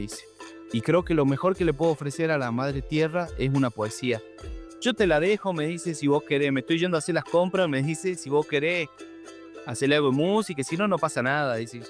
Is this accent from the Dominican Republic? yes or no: no; Jujuy, Argentina; moved away as an adult; now in Córdoba, Argentina; yo nací en Jujuy y Jujuy es precordillera, entonces mi música, mi raíz, digamos, está impregnada de música andina. Música norteña, como son los carnavalitos, taquiraris, cuecas, bailecitos